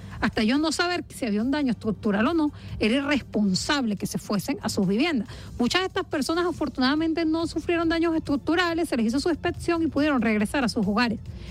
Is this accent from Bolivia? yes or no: no; Venezuela; Eso como venezolanos tenemos que preguntárnoslo